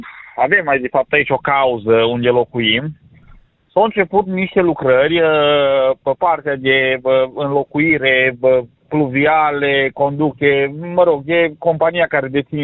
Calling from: Baia Sprie, Maramureș County, Romania; sunt de la Baia Sprie.

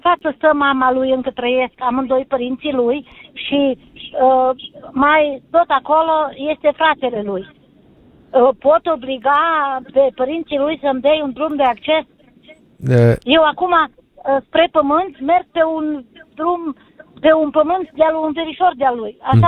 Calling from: Maramureș County, Romania; Sunt din Maramureș

